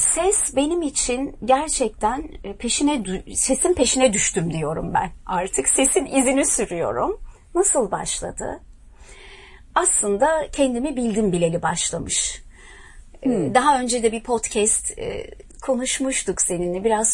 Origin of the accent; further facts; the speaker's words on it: Arnavutköy, Istanbul, Turkey; Ben Arnavutköylüyüm. Arnavutköy sokaklarında sesimi buldum aslında. Sesimi ilk duyduğum sokaklar.